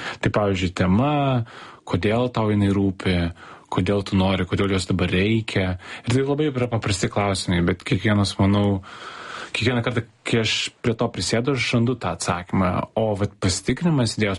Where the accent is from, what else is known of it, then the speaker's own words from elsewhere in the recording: Vilnius, Vilnius County, Lithuania; kai aš buvau mažas, aš kažkaip augau Pašilaičius, 20-ais buvo visai kitokie tie Pašilaičiai